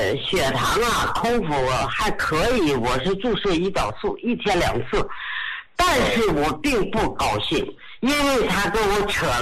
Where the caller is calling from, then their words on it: Beijing, China; 我先说我是北京的，